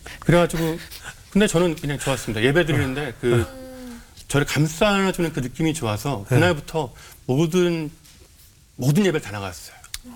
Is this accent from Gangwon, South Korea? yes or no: yes; Chuncheon, Gangwon, South Korea; 휴가를 얻어서 춘천 고향집에 잠깐 들어왔습니다.